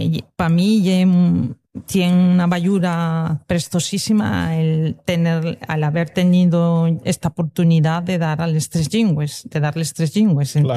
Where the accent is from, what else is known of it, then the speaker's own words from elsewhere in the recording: Corvera, Asturias, Spain; Soy de Corbera, pero para el caso estoy cerca de la zona que está el puente y el río que divide